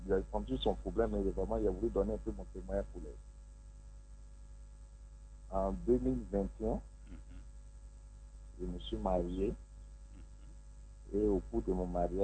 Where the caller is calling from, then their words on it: Abidjan, Côte d’Ivoire; De Gonzague Port-Bouët.